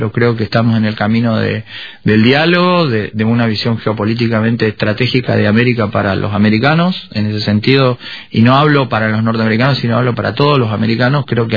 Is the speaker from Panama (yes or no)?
no; Argentina; Pero como argentino, la verdad